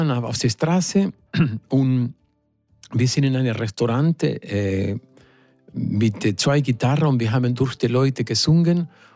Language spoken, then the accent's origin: German; Argentina; German is a second language; Ja, ich komme aus Argentinien